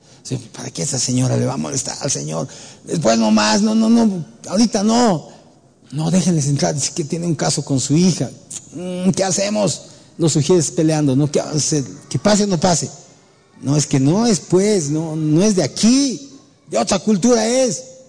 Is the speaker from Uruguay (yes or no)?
no; Bolivia; nosotros somos bolivianos